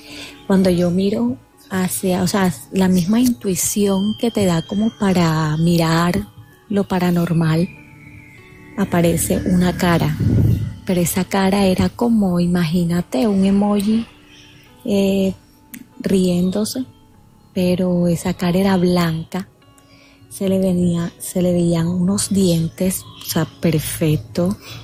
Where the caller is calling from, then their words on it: Barranquilla, Atlántico, Colombia; Desde Barranquilla.